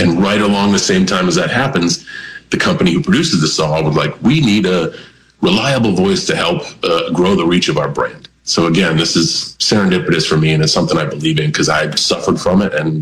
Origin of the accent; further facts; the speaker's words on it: New England, United States; We're all from New England and like me, Mark Wahlberg, Matt Damon kind of share some weird similarities, not doppelgangers of each other, but we're all from there.